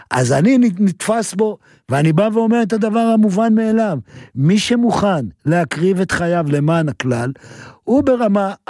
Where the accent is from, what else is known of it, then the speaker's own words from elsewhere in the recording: Safed, Northern District, Israel; אני פה 200 שנה בארץ … בירושלים, כאילו, ישוב ישן, פרושים, אני מצפת